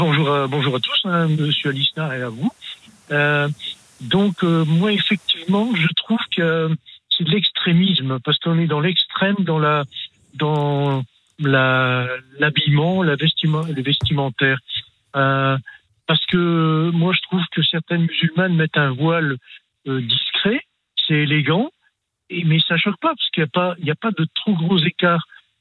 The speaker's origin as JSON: {"language": "French", "town": "Tourcoing", "region": "Hauts-de-France", "country": "France", "tie": "born there", "said": "À quelques mois près, à Tourcoing."}